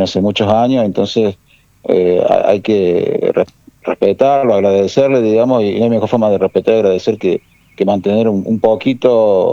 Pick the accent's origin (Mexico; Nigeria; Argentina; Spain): Argentina; entre nosotros poder mantener nuestra identidad, que somos argentinos. Obviamente la enriquecemos siendo también aprendiendo el idioma, las costumbres croatas